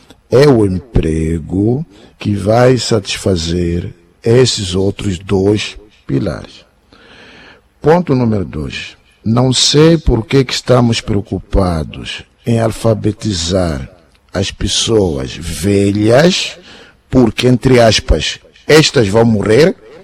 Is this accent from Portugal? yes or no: no; Mozambique; Nós somos moçambicanos.